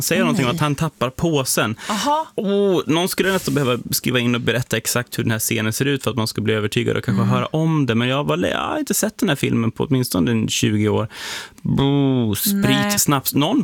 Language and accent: Swedish; Sollefteå, Västernorrland County, Sweden; born there; Mm, jag föddes i Sollefteå, så att det är alltid kul att höra en fellow...